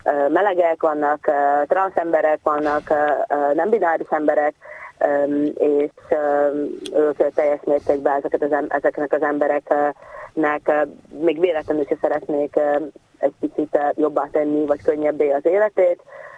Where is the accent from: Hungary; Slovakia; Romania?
Slovakia; nem csak szlovákiai magyar vagyok, hanem biszexuális is